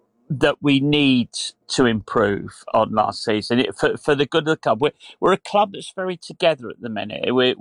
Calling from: Bolton, North West England, United Kingdom; my hometown club where I'm ringing from, well, where I'm talking to you from now, because I happen to live in Bolton.

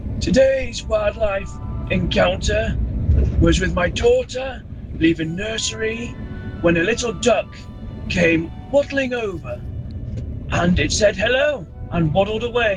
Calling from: Wales, United Kingdom; Good morning … from North Wales.

